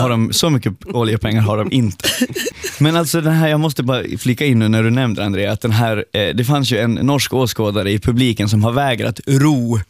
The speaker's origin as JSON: {"language": "Swedish", "region": "Västernorrland County", "country": "Sweden", "said": "Och jag var ju från Medelpad då."}